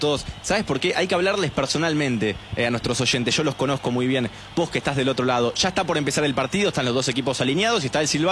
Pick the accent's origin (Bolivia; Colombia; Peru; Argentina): Argentina